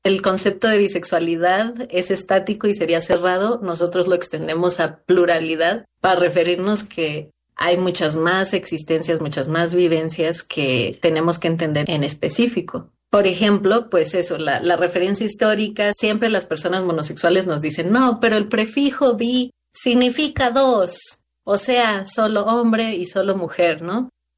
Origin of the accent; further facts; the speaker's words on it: San Luis Potosí, Mexico; me resignifico del barrio porque soy de San Luis Potosí, del buen barrio llamado Valle Dorado.